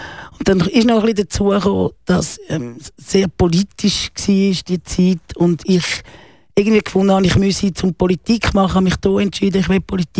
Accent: Zurich, Switzerland; Das macht man in Chile und irgendwo sonst auf der Welt, aber doch nicht bei uns in Zürich vor der Haustür.

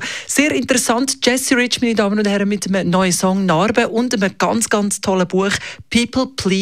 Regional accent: Switzerland; das ist auch so ein Schweizer Hauptkulturgut, dass wir sehr höflich miteinander umgehen.

